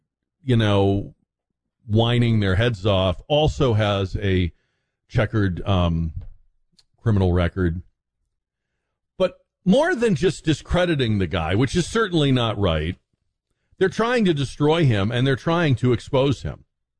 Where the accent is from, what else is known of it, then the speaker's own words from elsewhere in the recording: Boston, Massachusetts, United States; moved away; When I was growing up in Boston